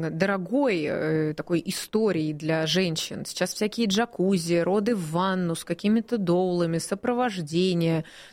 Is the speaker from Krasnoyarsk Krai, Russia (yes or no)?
yes; Krasnoyarsk, Krasnoyarsk Krai, Russia; ну раз вы мой родной Красноярск упомянули, то я всем красноярцам передаю большой привет, потому что это мой родной город. Родилась я хоть и в Красноярске 45, но выросла я в Красноярске, и в первый класс там пошла и в садик пошла.